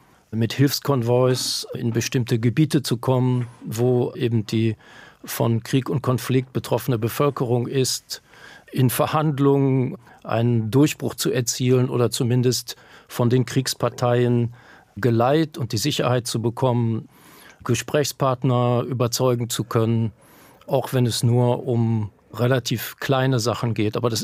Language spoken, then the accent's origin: German; Cologne, North Rhine-Westphalia, Germany; ich bin ja in Köln groß geworden